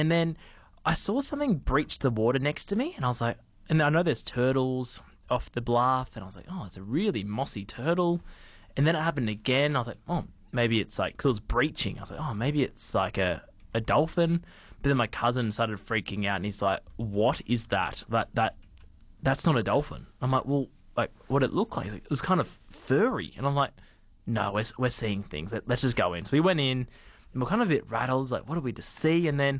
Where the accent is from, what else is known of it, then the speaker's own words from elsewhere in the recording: Sunshine Coast, Queensland, Australia; I grew up on the Sunshine Coast